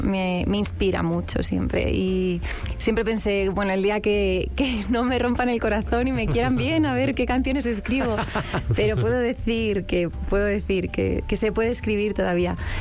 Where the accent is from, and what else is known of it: Madrid, Community of Madrid, Spain